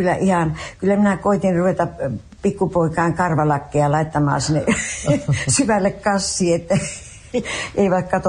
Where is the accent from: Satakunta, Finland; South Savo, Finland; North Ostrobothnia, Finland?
North Ostrobothnia, Finland; moved away as an adult; also born or lived in Oulu, Finland / Fritsla, Sweden; now in Sweden; Minä olen syntynyt Suomessa Ylitanjassa, siellä Pohjois-Suomessa. Kilometri oli vain Putasjärven rajalle siitä, että se on aika pohjoista.